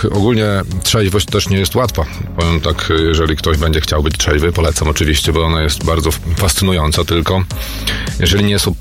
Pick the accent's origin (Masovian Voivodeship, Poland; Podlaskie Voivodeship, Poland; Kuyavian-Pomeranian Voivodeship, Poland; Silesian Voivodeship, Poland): Podlaskie Voivodeship, Poland; Białystok; ja z Białegostoku jeszcze jestem.